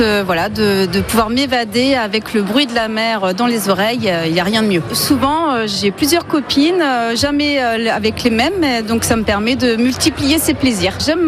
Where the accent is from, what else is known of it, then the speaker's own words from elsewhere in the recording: Pontorson, Normandy, France; Je suis de Pontorson.